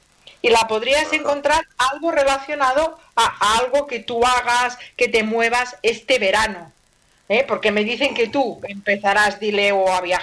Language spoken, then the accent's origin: Spanish; Barcelona, Catalonia, Spain; Claro, yo soy de Barcelona, anda que no se me nota a mí. El acento que llevo.